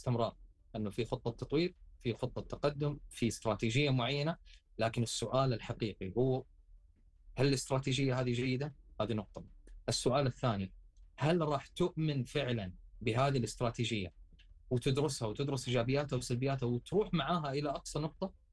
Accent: Saudi Arabia; اللي نشاهده إحنا عندنا في السعودية

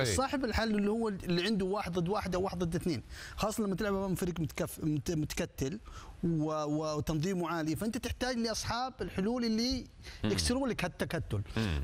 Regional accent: Saudi Arabia; احنا كسعوديين

